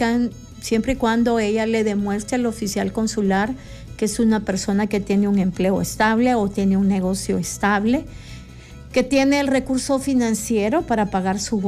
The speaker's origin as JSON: {"language": "Spanish", "country": "El Salvador", "said": "Los salvadoreños tenemos derecho a múltiples residencias, no ciudadanía."}